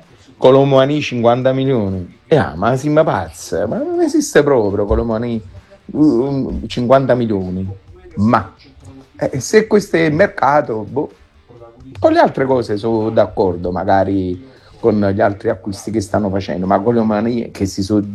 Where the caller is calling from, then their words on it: Naples, Campania, Italy; buonasera … da Napoli